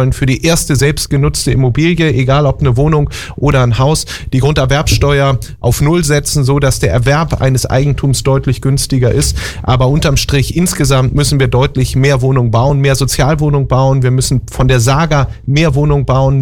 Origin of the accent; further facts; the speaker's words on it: Hamburg, Germany; Ich bin an der Alster groß geworden im Alstertal. Von daher hängt mein Herz an der Alster.